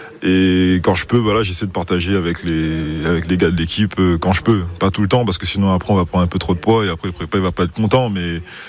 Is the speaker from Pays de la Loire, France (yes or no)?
no; Île-de-France, France; now in Limoges, France; Moi j'ai grandi 4 années en Île-de-France, et enfin 5 ans plutôt